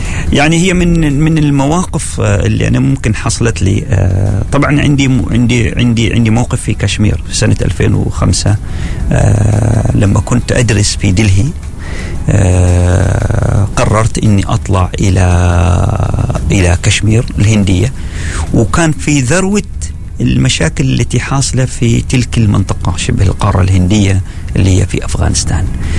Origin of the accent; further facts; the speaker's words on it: Oman; ونحن عندنا كانت دخول المكسيك بالنسبة لنا كعماني إما بالفيزا الأمريكية أو الفيزا التشينغن الأوروبية